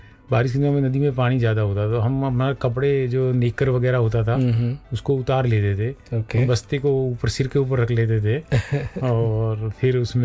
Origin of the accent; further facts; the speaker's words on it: Rajasthan, India; also born or lived in Abu Road; जब हमने शिक्षा प्राप्त की 10वीं तक गांव में रह के आबरू रुज आ गए, तो उस समय हमारे गांव में बिजली वगैरह की व्यवस्था नहीं थी